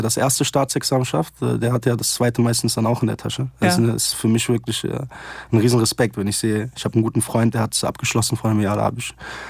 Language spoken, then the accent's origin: German; Settat, Casablanca-Settat, Morocco; now in Germany; ich bin Marokkaner, und also Deutsch-Marokkaner. Ich fühle mich mit beiden Ländern sehr, sehr verbunden und bin in Marokko geboren, in Settat.